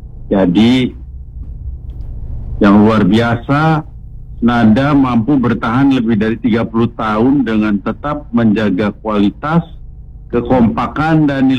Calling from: Bintaro, Indonesia; Saya dari Bintaro nih, fans

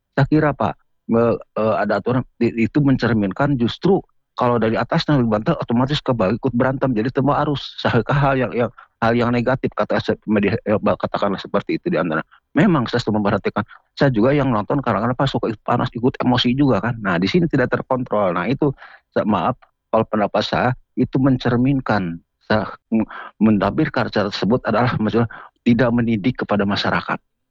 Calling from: Bandung, West Java, Indonesia; Saya dari Bandung Timur ya.

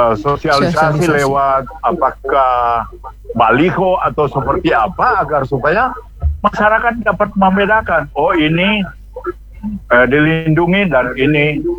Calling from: Bitung, North Sulawesi, Indonesia; Orang warga kita, warga Bitung

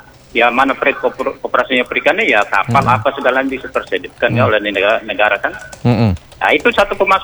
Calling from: Riau, Indonesia

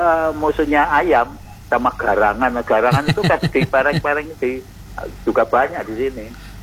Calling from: Central Java, Indonesia; Kali Yelo, sebelah timur. Kalau sebelah barat itu ya kira-kira berapa ya, setengah kilo itu Kali Progo, kejepit desa saya itu

